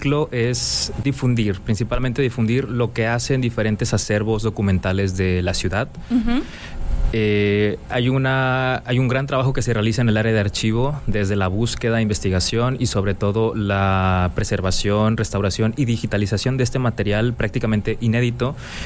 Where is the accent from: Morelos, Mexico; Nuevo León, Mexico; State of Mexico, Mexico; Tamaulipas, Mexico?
Nuevo León, Mexico; Monterrey; nos ayuda a definir nuestra identidad como regiomontanos, como norteños